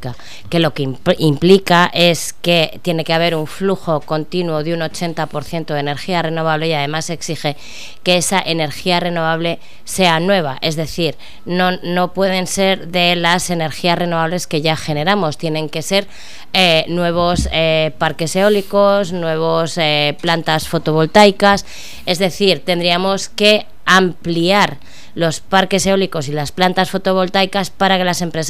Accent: Aragon, Spain

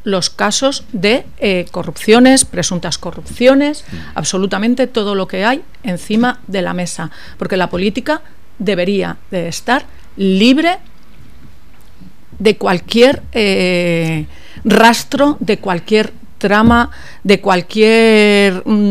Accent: Teruel, Aragon, Spain; pero como turolense y como aragonesa, quiero cero corrupción en mi tierra

